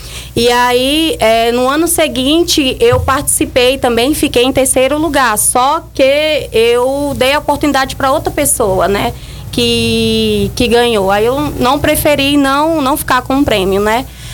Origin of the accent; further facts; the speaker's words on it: Bom Jesus, Piauí, Brazil; moved away as an adult; also born or lived in Brasília; now in Uruaçu, Brazil; Sou natural de Brasília DF, mas me considero como nordestina arretada. Sou da cidade de Bom Jesus, Piauí, onde eu fui me criada.